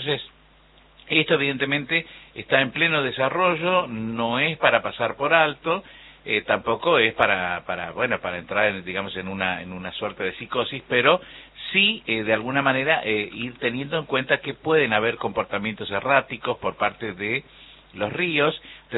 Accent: Argentina; cosas que nos identifican como argentinos

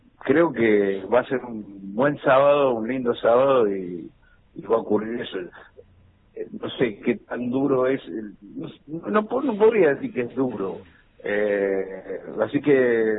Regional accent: Mendoza, Argentina; somos mendocinos todos, entonces claro, queremos compartir con el público de nuestra provincia

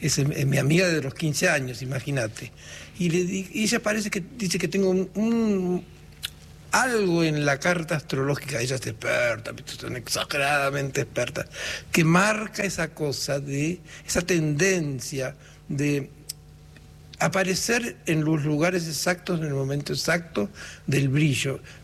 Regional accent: Ingeniero Jacobacci, Río Negro, Argentina; also born or lived in Las Grutas, Argentina; No, yo nací en San Antonio, en Las Grutas, pero mi padre se mudó a Jacobacci, mi familia. Y allí nevaba

